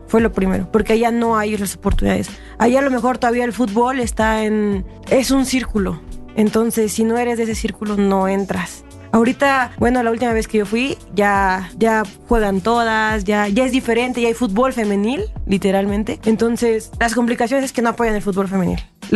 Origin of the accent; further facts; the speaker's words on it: Ciudad Altamirano, Guerrero, Mexico; moved away as an adult; also born or lived in Michoacán; yo soy originaria de Ciudad Altamirano, Guerrero. Nací en Michoacán, pero toda mi vida la viví allá hasta que me vine a estudiar a la universidad para acá.